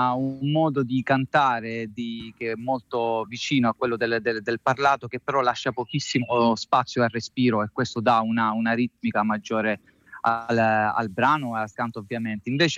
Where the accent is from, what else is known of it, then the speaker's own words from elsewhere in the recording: Cataforio, Calabria, Italy; moved away as an adult; also born or lived in Rome; now in Apulia, Italy; io sono nato e cresciuto a Cataforio, in Aspromonte, in provincia di Reggio Calabria. Fino a 23 anni sono stato lì, poi una, diciamo, parentesi a Roma per circa 10 anni, in questo momento invece vivo in Puglia, quindi un ritorno a sud però dall'altra parte